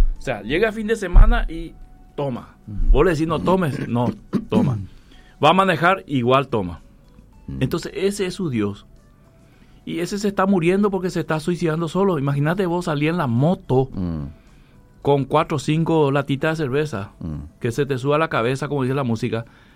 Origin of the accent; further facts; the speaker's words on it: Paraguay; Y estamos dispuestos a pelear con Argentina y Uruguay por de quién es el mate, ¿verdad?